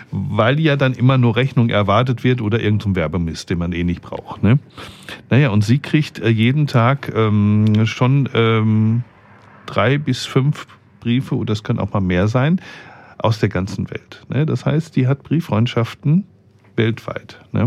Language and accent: German; Herne, North Rhine-Westphalia, Germany; moved away; Und meine Eltern, also wir kommen ja ursprünglich aus dem Ruhrpott, ne? Aus Herne.